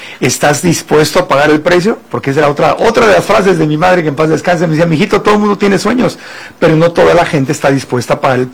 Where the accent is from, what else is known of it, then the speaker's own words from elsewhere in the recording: Tijuana, Baja California, Mexico; yo nací, crecí en Tijuana, le mando un abrazo con mucho cariño a la gente